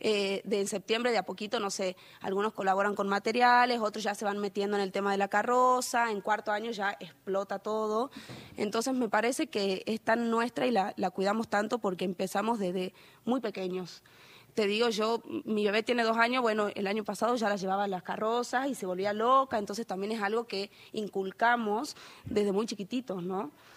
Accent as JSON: {"language": "Spanish", "town": "San Pedro", "country": "Argentina", "said": "soy de San Pedro."}